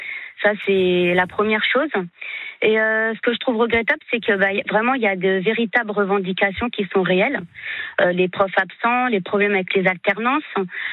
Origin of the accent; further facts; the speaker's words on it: Île-de-France, France; Moi, j'ai grandi près de Garches-Charcelles